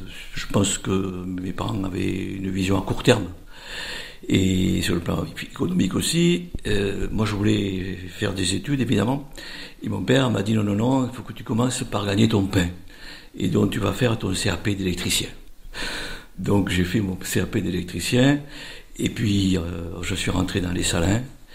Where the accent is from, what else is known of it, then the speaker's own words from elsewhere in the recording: Villeneuve-lès-Maguelone, Occitanie, France; also born or lived in Aigues-Mortes; Mais je suis né à Aigues Mortes, je suis né à Villeneuve-les-Maguelone, et j'ai fait mes premiers pas sur les salins de Villeneuve, à l'ombre de mon père et de mon arrière-grand-père.